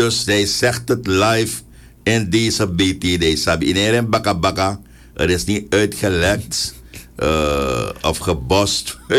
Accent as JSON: {"language": "Dutch", "country": "Suriname", "said": "Tegelijkertijd mogen wij als Surinamers kritisch blijven op wat er daadwerkelijk is bereikt."}